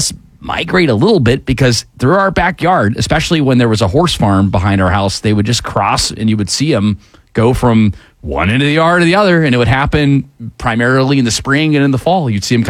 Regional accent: Fayetteville, United States; Wait, so where I grew up down in Fayetteville

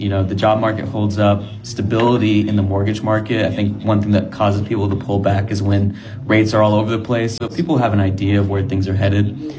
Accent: Austin, Texas, United States

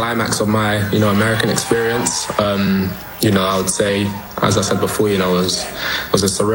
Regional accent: London, United Kingdom; accent: British; also born or lived in New York; as everyone knows, I was born in New York and grew up in London, you know, hence the British accent.

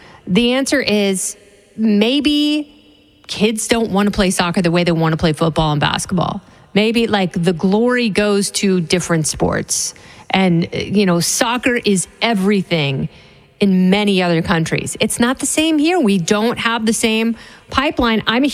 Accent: Oregon, United States

